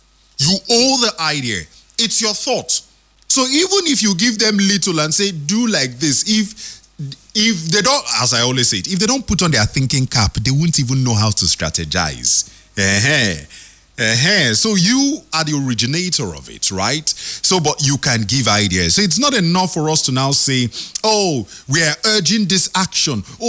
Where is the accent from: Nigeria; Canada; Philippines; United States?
Nigeria; We are all Nigerians